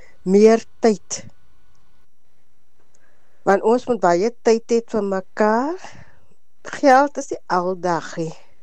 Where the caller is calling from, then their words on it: Knysna, Western Cape, South Africa; Ek kom van Landie van Nysna af.